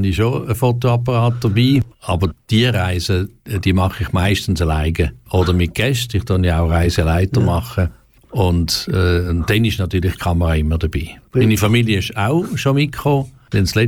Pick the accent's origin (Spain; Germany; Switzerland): Switzerland; Romanshorn, Thurgau; born or raised there; now in Aargau, Switzerland